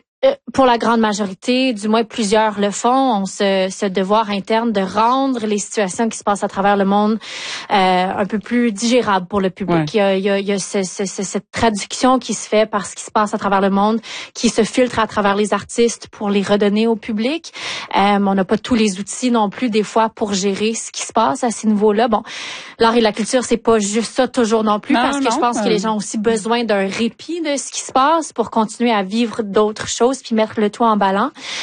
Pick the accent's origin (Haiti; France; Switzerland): Haiti; Personnellement, je viens quand même d'Haïti et il n'y a plus de salle de spectacle, mais le théâtre se fait toujours.